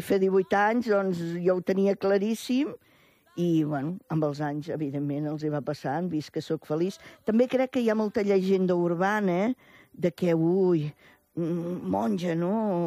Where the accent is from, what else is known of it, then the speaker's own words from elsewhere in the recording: Reus, Catalonia, Spain; Jo era alumna de les Dominiques de la Presentació a Reus, que a més soc de Reus